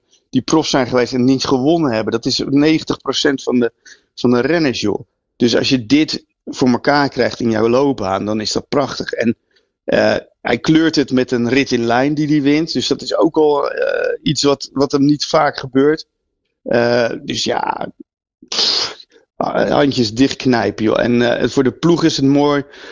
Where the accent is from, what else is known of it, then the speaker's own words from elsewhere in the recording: Netherlands; Voor de Nederlanders